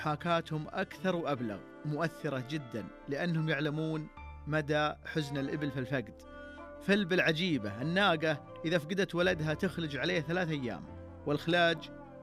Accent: Saudi Arabia; قدمونا كسعوديين

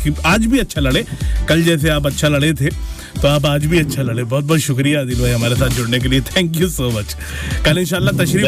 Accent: Aligarh, Uttar Pradesh, India; वैसे मैं इंडिया से हूँ, मैं अलीगढ़ से हूँ, यूपी उत्तर प्रदेश जो स्टेट लगती है, और खासम खास जगह अलीगढ़

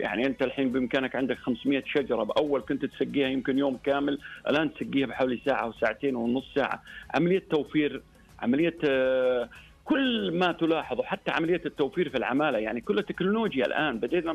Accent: Saudi Arabia; عندنا في المملكة العربية السعودية.

